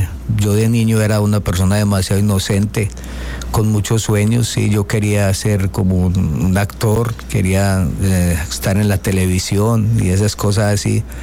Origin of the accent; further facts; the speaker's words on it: Medellín, Antioquia, Colombia; Sí, yo soy de Medellín, de la ciudad linda de Medellín. Allí crecí en la Comuna 13, que es una de las comunas más violentas de Colombia.